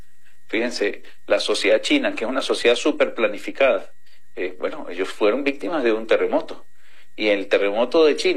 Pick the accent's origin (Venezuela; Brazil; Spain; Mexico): Venezuela; a nosotros como venezolanos